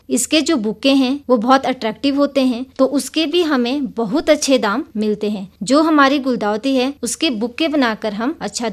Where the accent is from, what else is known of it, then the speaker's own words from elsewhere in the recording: Ghaini, Himachal Pradesh, India; मेरा गाँव घैणी में है।